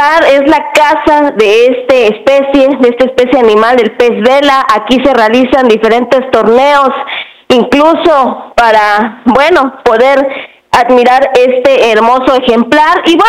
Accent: Tapachula, Chiapas, Mexico; nos da identidad a nosotros los tapachultecos y nuevamente los soconusquenses.

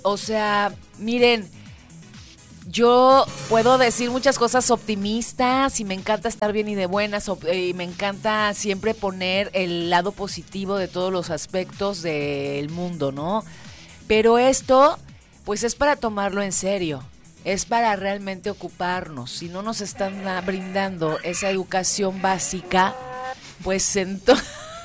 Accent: Mexico

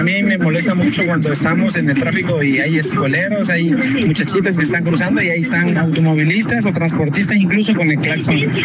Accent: Mexico; porque como mexicanos siempre a veces dejamos todo al último

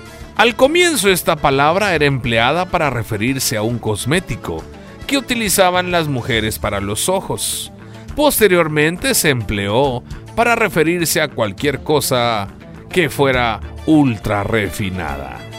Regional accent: Mexico; Nosotros como mexicanos utilizamos muchas palabras.

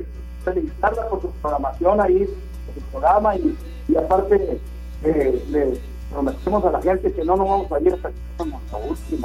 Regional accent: Ciudad Obregón, Sonora, Mexico; nos sentimos como anfitriones recibiendo a nuestra casa, a nuestro Ciudad Obregón querido.

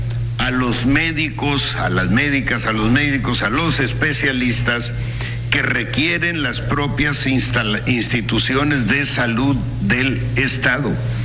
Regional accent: Bavispe, Sonora, Mexico; Siempre pongo de ejemplo Bavispe, mi pueblo.

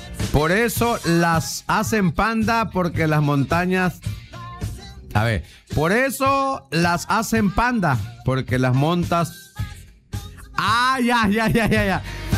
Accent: Tabasco, Mexico; aquí desde el sector 5. Eso, de mi tierra, Pomoca querida, Pomoca dorada.

